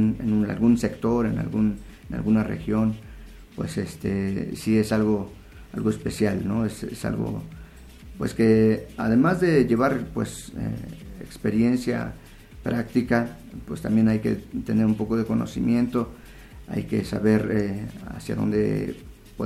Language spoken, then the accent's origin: Spanish; Tlaxcala, Mexico; No, soy de Tlaxcala.